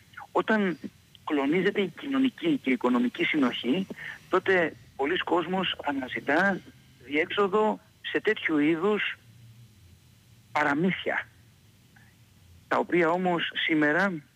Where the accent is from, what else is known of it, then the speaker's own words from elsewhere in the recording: Kefalonia, Ionian Islands, Greece; moved away; την ιδιαίτερη πατρίδα μου, την Κεφαλονιά